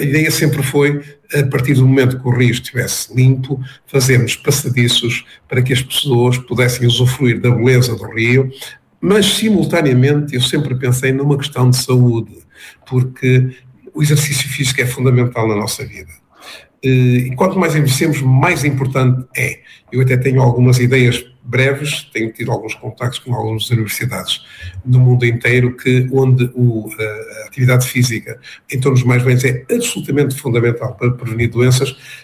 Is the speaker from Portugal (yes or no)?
yes; Fiães, Portugal; born or raised there